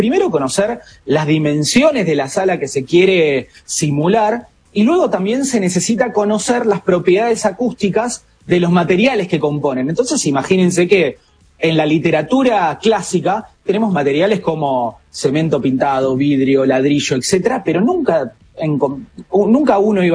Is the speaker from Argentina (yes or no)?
yes; Santa Fe, Argentina; yo como santafesino